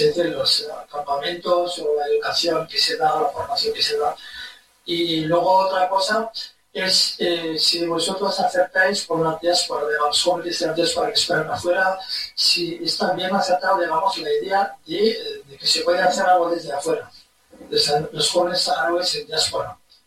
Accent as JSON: {"language": "Spanish", "region": "Rif", "country": "Morocco", "second_language": "Spanish", "said": "porque soy del norte, de Arif, especialmente, soy de la zona de Arif y de Refino, de Isa."}